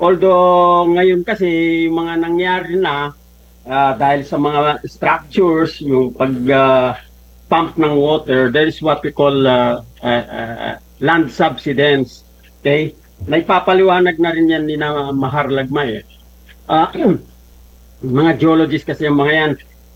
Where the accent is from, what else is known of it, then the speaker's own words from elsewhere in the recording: Central Luzon, Philippines; alam mo kasi taga Tarlac ako, Kapampangan kami.